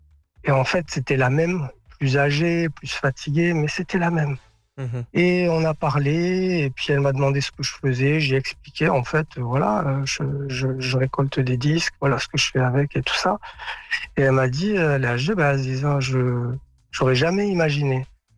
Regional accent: Beni Mellal, Béni Mellal-Khénifra, Morocco; Et là, je revois les images de quand j'étais gamin, qu'on était au Gdem El Bab à Bni Mellal, sur Bouachouch, et où je comprenais pas pourquoi.

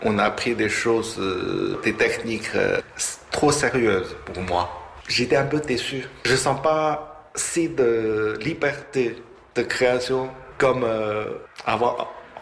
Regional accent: northern China, China; born there; French is a second language; moved away as an adult; also born or lived in Paris / Beijing; je suis né au nord de la Chine, au plein de montagnes, au milieu de la nature.

